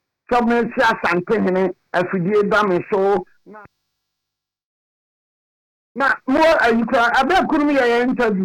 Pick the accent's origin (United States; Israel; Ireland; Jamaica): Jamaica; back home in Jamaica, especially. Now I say uko Jamaica so I'm from the Marons.